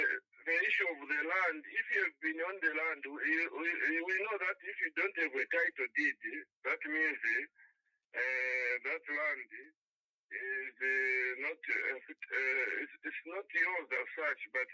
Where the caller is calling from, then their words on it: Ndola, Copperbelt, Zambia; I'm calling from Mundora.